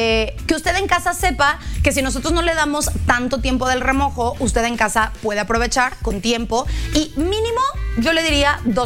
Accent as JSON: {"language": "Spanish", "country": "Mexico", "said": "para nosotros como mexicanos"}